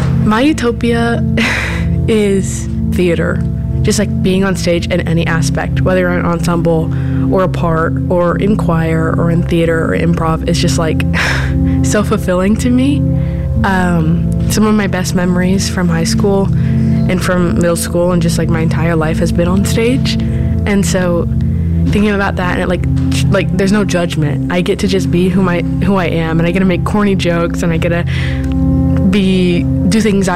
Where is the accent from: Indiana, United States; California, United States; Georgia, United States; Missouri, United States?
Indiana, United States; Indianapolis; I'm from Indianapolis.